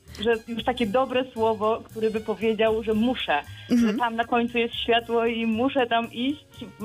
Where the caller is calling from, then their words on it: Wrocław, Lower Silesian Voivodeship, Poland; ogólnie jestem z Wrocławia